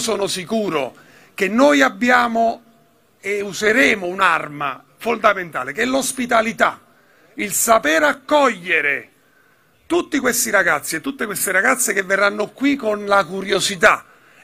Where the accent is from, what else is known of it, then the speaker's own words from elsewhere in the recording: Naples, Campania, Italy; io sono napoletano.